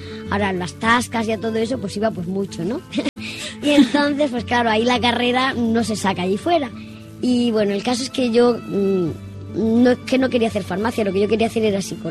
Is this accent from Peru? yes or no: no; Valencia, Valencian Community, Spain; now in Murcia, Spain; me vine de Valencia aquí a Murcia, porque en Murcia sí que hay psicología